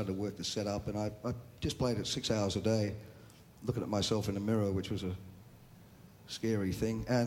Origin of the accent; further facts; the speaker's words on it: Brisbane, Queensland, Australia; I grew up in Brisbane.